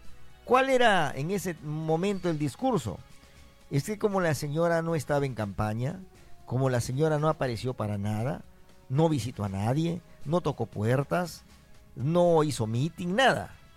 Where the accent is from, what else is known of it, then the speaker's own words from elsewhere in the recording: Mochumí, Lambayeque, Peru; soy mochumano, en otras palabras, de un caserío de Mochumí, de muy finca.